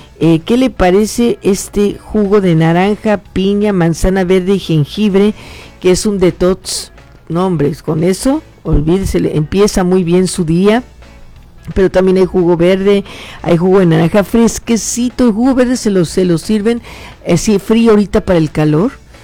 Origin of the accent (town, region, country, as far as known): Mexico